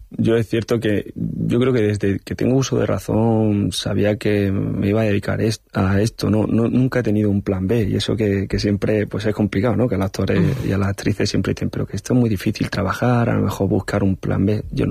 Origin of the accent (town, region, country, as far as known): Linares, Andalusia, Spain; born or raised there; moved away